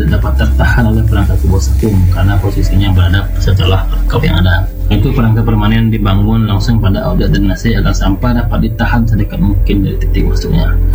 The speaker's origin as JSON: {"language": "Indonesian", "town": "Padang", "region": "West Sumatra", "country": "Indonesia", "said": "kita sendiri sebagai warga Kota Padang."}